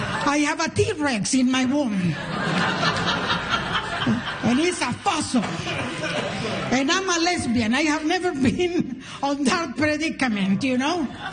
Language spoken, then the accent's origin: English; Nicaragua; Because I'm from Nicaragua and we always feared an American invasion.